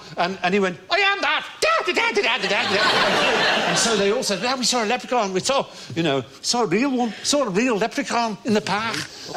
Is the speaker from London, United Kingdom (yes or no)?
no; Wales, United Kingdom; accent: Welsh; mocking my Welsh accent.